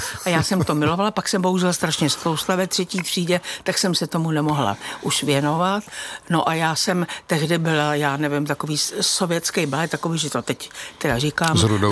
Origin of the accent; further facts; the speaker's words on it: České Budějovice, South Bohemian Region, Czechia; Já jako dítě, já jsem vyrůstala v Budějovicích a tam jsme bydleli v hereckých domech u divadla